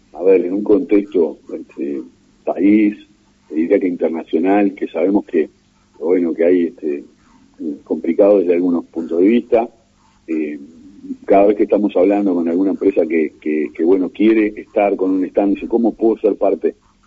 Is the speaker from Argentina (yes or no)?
no; Uruguay; como uruguayos le encontramos la vuelta a resolver esos problemas.